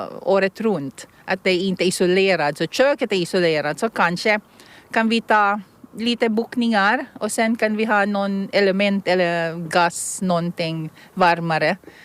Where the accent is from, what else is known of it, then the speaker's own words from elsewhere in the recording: Philippines; first language Tagalog; Swedish is a second language; now in Åland, Finland; Lollo betyder morfar eller farfar i mitt språk, som är Tagalog. Jag kommer från Filippinerna.